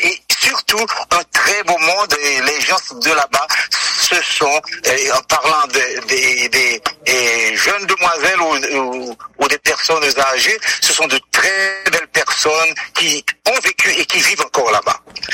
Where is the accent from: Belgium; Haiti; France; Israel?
Haiti; Dondon, Nord; parce que à Dondon, il y a une inspiration qui est réellement grande, et c'est un pays fertile, là où j'ai grandi, là où j'ai appris à aimer, à apprécier et à respecter.